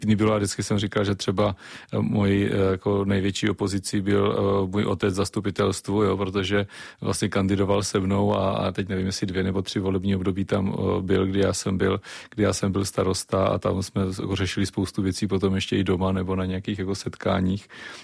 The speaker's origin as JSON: {"language": "Czech", "town": "Velatice", "region": "South Moravian Region", "country": "Czechia", "tie": "born or raised there", "said": "No, já tam žiju celý život, narodil jsem se ve Velaticích a celou dobu jsem tady bydlel, teď tam taky s rodinou bydlíme"}